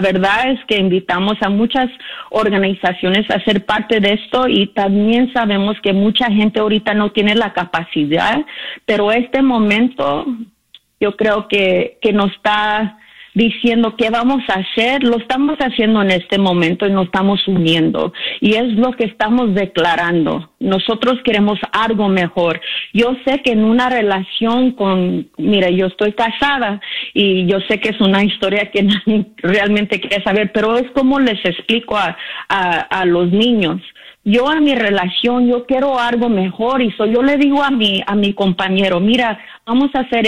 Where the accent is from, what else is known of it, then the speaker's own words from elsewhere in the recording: Oxnard, California, United States; now in New York, United States; cuando yo estaba creciendo en Oxnard, California, ahorita vivo en Nueva York, pero cuando yo estaba creciendo en Oxnard, California